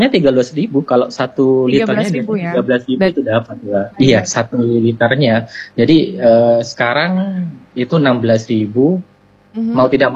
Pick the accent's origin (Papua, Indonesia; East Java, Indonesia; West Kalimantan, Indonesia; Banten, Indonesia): East Java, Indonesia; Sampang; Iya, saya dari Sampang Kota, yang mana tiap hari itu kan ngajarnya di Pulau Mandangin.